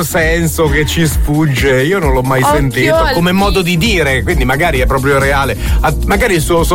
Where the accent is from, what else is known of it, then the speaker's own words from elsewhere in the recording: Padua, Veneto, Italy; Io sono padovano, i miei nonni quindi parlavano in dialetto e dicevano spesso: ah, porivecci.